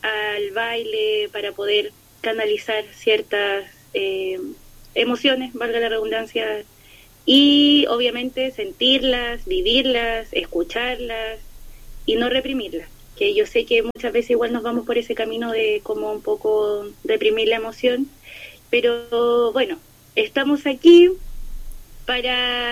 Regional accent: Concepción, Biobío, Chile; moved away as an adult; now in Arica, Chile; Actualmente soy de Concepción, pero actualmente me encuentro en Arica

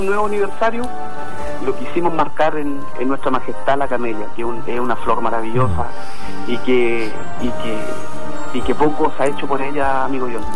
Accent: Bulnes, Ñuble, Chile; nuestro Bulnes tiene algo especial, algo que nosotros los bulnenses amamos, queremos

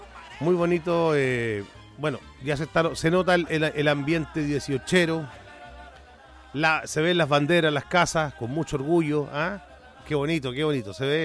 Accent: Chile; Somos todos chilenos.

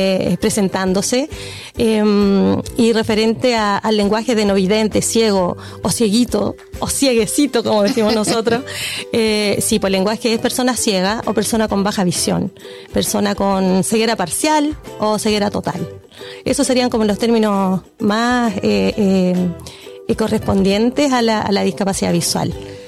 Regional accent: Talca, Maule, Chile; born there; Bueno, mira, ahí está la típica broma de que yo nací en Talca

